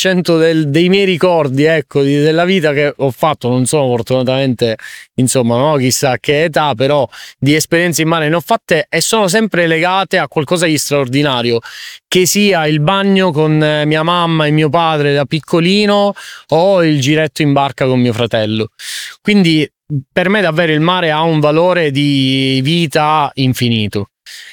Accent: Sicily, Italy; Io da siciliano sono cresciuto nel mare della Sicilia, ho avuto tante esperienze in mare

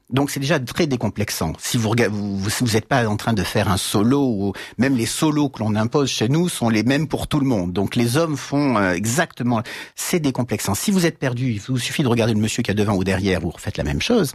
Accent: France; Nous sommes français

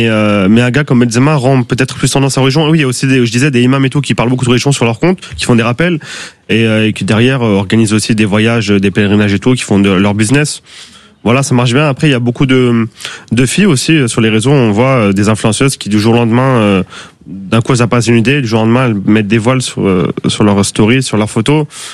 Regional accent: France; born there

